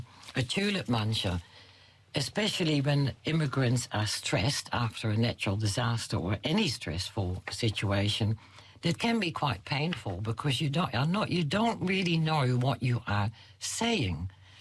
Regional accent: Netherlands; now in Christchurch, New Zealand; As a Dutchie, but now being New Zealander

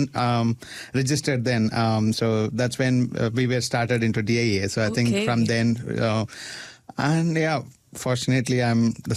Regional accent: Hosur, Tamil Nadu, India; now in Dunedin, New Zealand; I'm back from Hosur, which is next to Bangalore. That's why I mostly say, like, I don't really want to confuse people where is Hosur. So I just say Bangalore.

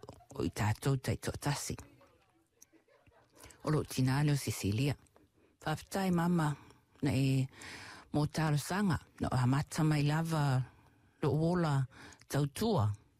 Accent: Samoa; now in New Zealand; When I was growing up in Samoa, she was in Aotearoa, and she'll come and visit.

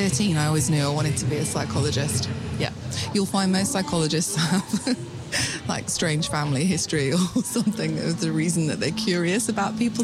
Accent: England, United Kingdom; now in Dunedin, New Zealand; No, I didn't. I'm from England, so yeah. It's been a big learning curve, learning te reo Māori, learning about tikanga and the culture.

